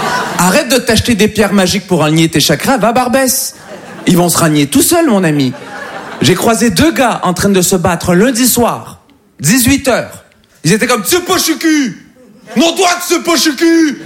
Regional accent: Montreal, Quebec, Canada; Voilà, je viens de Montréal, voilà. Ça s'entend, hein.

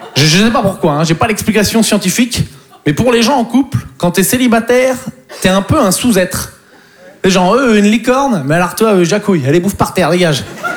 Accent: Poitiers, Nouvelle-Aquitaine, France; Mais moi, en plus, je viens de Poitiers, donc il faut s'occuper.

